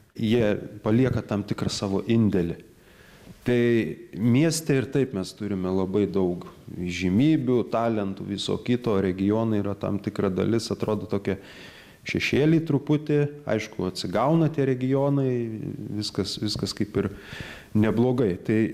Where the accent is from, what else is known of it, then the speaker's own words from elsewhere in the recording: Telšiai, Telšiai County, Lithuania; born there; moved away as an adult; now in Kaunas, Lithuania; įstojau į Kauną į magistrantūrą ir pasilikau Kaune. Tai čia, taip pajokaujant, gimiau Telšiuose